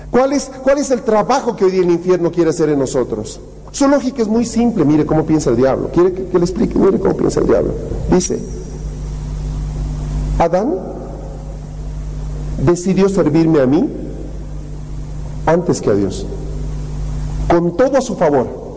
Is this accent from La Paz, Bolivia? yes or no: yes; La Paz, Bolivia; Yo crecí en una zona en Bolonia donde yo veía a los conscriptos cómo hacían el servicio militar. Bolonia era conocido por ser una zona militar. De hecho, vivieron presidentes de Bolivia en Bolonia.